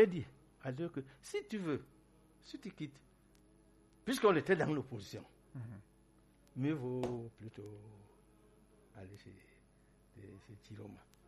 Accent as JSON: {"language": "French", "country": "Cameroon", "said": "Nous sommes tous des Camerounais."}